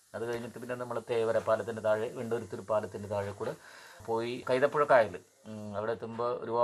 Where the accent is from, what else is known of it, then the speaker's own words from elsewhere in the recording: Ernakulam, Kerala, India; ഞാൻ എറണാകുളം തന്നെ സ്വദേശിയാണ്.